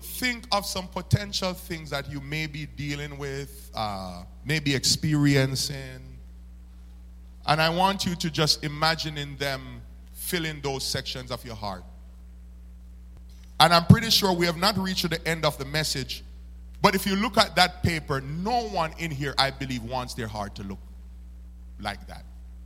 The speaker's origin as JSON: {"language": "English", "country": "Jamaica", "said": "I usually eat my H because I'm Jamaican"}